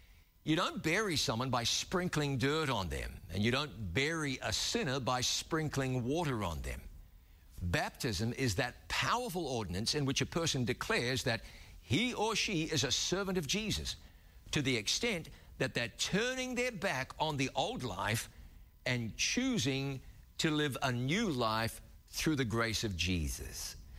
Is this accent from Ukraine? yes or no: no; New Zealand; About 800 years ago, the indigenous people of my home country arrived by canoe at a harbor on the west coast of New Zealand's North Island.